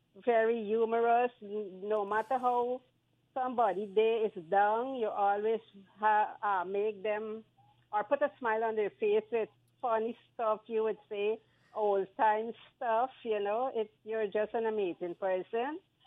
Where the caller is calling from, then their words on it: Diamond, Demerara-Mahaica, Guyana